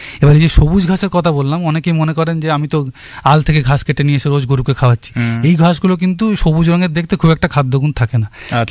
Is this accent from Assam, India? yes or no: no; West Bengal, India; এবং পশ্চিমবঙ্গে যেটা সব থেকে আমাদের একটু চিন্তার বিষয়, যেটা হচ্ছে আমাদের এখানে কমিউনিটি গ্রেজিং বা চড়ার জায়গা খুব কম